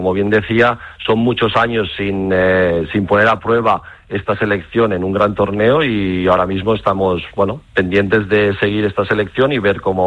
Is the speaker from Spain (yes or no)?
yes; Barcelona, Catalonia, Spain; moved away as an adult; now in Sweden; amigos de casa, de Barcelona, pues siempre están ahí. Y aunque viva relativamente lejos de mi ciudad, de mi pueblo, siempre tenemos el momento durante el año para volver a casa y coger energías.